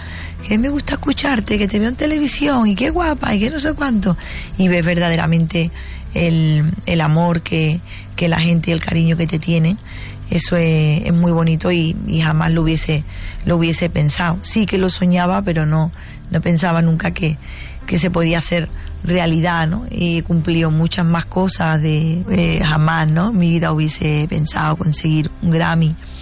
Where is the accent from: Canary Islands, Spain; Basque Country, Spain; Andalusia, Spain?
Andalusia, Spain; Cádiz; en mi tierra, en Cádiz